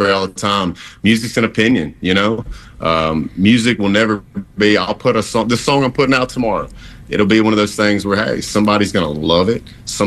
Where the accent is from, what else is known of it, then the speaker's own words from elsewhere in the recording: Louisiana, United States; I'm from northeast Louisiana.